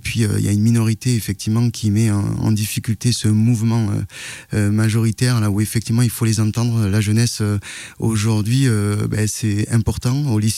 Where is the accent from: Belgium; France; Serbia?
France; born there; vous avez des origines algériennes comme j'ai, vous n'oubliez pas vos origines, mais effectivement, vous avez grandi dans une ville locale, laïque, avec les valeurs de la République. Et effectivement, moi, j'ai grandi avec cette énergie de français plus que français